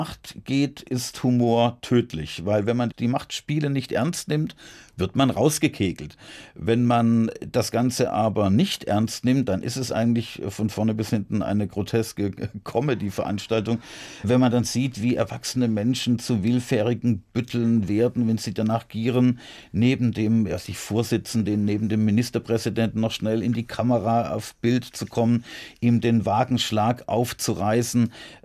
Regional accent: Heilbronn, Baden-Württemberg, Germany; ich dann in meiner Heimatstadt Heilbronn als Kandidat auch angetreten, als Bürgermeisterkandidat.

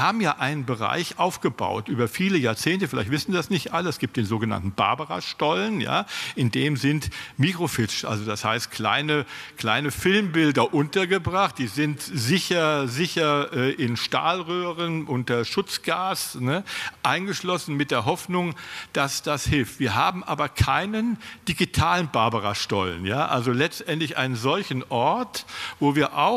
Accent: Berlin, Germany; wenn ich mir in meiner Heimatstadt Berlin anschaue, natürlich wollen wir die Nofretete retten

